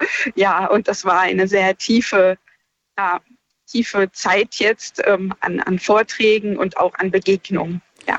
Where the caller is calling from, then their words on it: Rüdesheim am Rhein, Hesse, Germany; ich komme aus Rüdesheim am Rhein